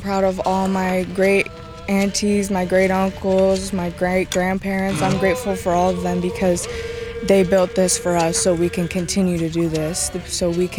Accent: Washington, United States; I am from the Nisqually tribe.

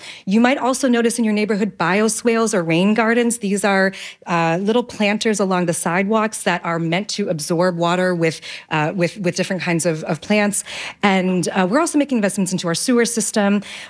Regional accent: New York, United States; No, I was just kind of curious as a New Yorker.

